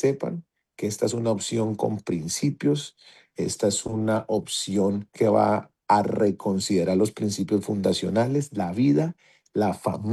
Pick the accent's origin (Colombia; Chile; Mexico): Colombia; somos colombianos